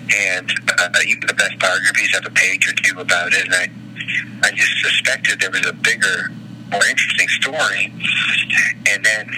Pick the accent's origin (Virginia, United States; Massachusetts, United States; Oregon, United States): Massachusetts, United States; Boston; I'm here from Boston